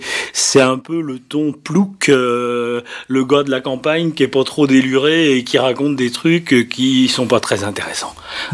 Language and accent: French; Brittany, France; first language Gallo; French is a second language; Donc je dis que ma langue maternelle, ben, c'est le patois, puisqu'on n'avait pas encore inventé le mot gallo à l'époque.